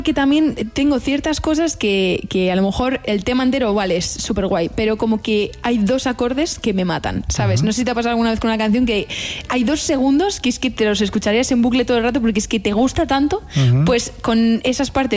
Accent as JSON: {"language": "Spanish", "town": "Madrid", "region": "Community of Madrid", "country": "Spain", "tie": "born or raised there", "said": "yo soy madrileña de toda la vida."}